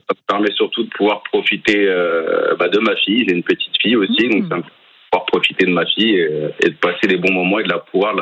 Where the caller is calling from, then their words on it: Lieusaint, Île-de-France, France; À Lieusaint